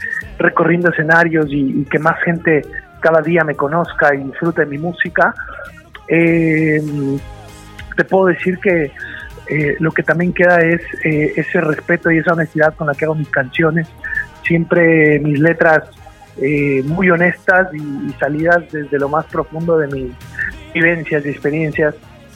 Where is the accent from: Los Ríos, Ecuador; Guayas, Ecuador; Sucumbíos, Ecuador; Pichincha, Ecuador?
Pichincha, Ecuador; Quito; yo soy de Ecuador, soy de la capital, de Quito, y bueno, no es mi primera vez en España